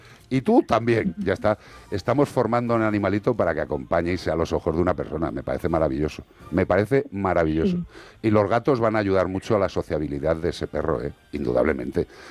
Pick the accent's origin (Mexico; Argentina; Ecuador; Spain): Spain; Madrid, Community of Madrid; born there; Yo nací, yo nací en Madrid.